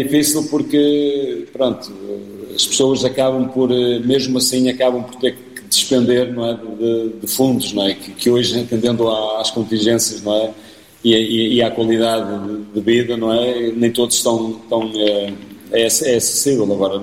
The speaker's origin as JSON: {"language": "Portuguese", "town": "Paredes", "region": "Norte", "country": "Portugal", "tie": "born or raised there", "said": "eu sou natural de Paredes"}